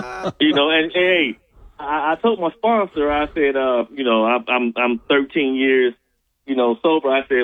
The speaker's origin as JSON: {"language": "English", "town": "Hot Springs", "region": "Arkansas", "country": "United States", "tie": "born or raised there", "moved": "yes", "said": "it's close to my hometown down in Hot Springs."}